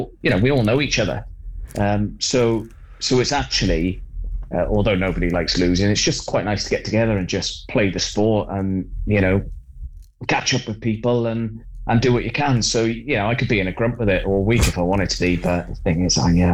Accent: Wales, United Kingdom; being a Welsh man myself.

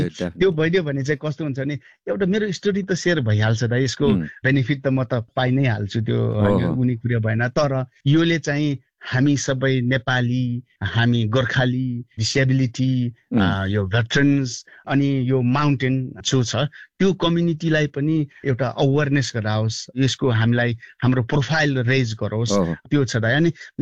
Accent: Rolpa, Lumbini Province, Nepal; born there; moved away; हामी जस्तो ब्याकग्राउन्डमा हेरेको हुर्के पनि, जस्तै रोल्पा जस्तो होइन, एउटा विगत गाउँमा जन्मेर भए पनि

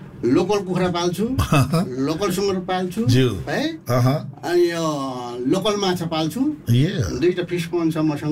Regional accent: Koshi Province, Nepal; भोजपुर जिल्ला तिवारी भन्ज्याङ ward number 2 आबु बाक्सिखोङ भन्छ मेरो गाउँ घर

